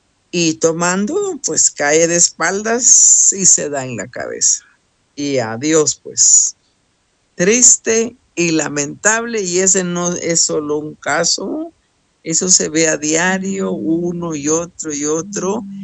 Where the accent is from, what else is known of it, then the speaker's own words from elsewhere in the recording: Guatemala; en mi país, aquí donde yo vivo en Guatemala